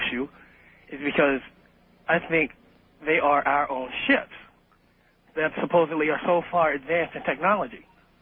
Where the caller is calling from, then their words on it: Seattle, Washington, United States; I'm calling from Seattle.